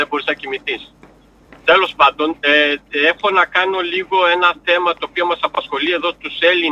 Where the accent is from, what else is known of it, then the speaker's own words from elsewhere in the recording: Munich, Bavaria, Germany; Εγώ μεγάλωσα εδώ, έτσι, είμαι η δεύτερη γενιά, η κόρη μου είναι η τρίτη, τα εγγόνια μου είναι η τέταρτη.